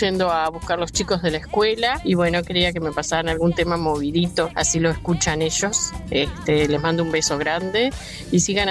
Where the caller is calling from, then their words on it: Dolores, Buenos Aires Province, Argentina; Soy de Dolores